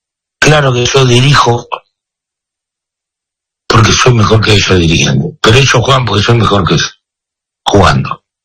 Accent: Argentina; yo soy argentino, bueno, somos súper argentinos

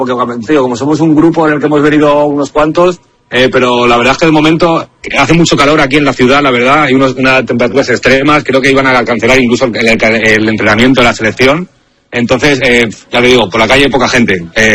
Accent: Spain; ante todo soy español

